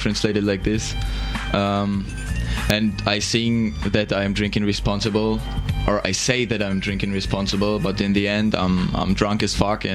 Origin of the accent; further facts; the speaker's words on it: Germany; accent: German; English is a second language; moved away; I think my German accent is not so bad.